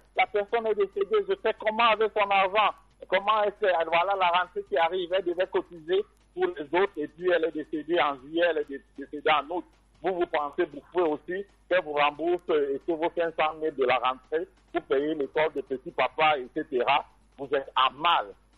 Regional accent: Cameroon; Nous sommes des Camerounais, nous sommes très battants, nous sommes très dynamiques et nous faisons des tontines pour pouvoir anticiper sur les coûts de la vie.

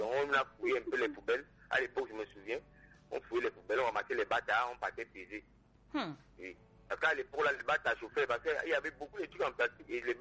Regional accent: Yaoundé, Centre, Cameroon; Moi je suis né à Yaoundé, grandi à Yaoundé. Yaoundé à l'époque c'était un peu un petit village.

